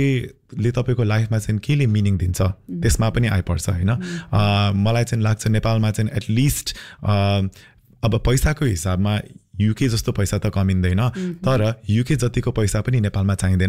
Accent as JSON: {"language": "Nepali", "town": "Taplejung", "region": "Koshi Province", "country": "Nepal", "said": "पूर्वको ताप्लेजुङ चाहिँ अब मेरो गाउँै भयो होइन"}